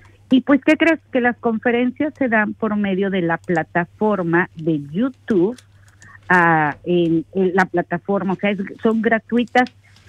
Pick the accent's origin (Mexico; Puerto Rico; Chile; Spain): Mexico; now in Launceston, Australia